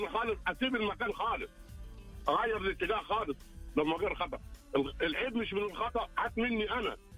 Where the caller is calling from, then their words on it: Riyadh, Riyadh Province, Saudi Arabia; بتكلم من الرياض.